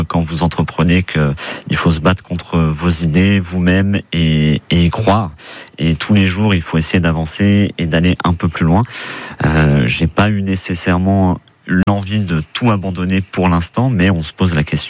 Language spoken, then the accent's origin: French; Marignier, Auvergne-Rhône-Alpes, France; Je suis originaire de la vallée de l'Arve. J'ai grandi une grande partie de ma vie à Marigny.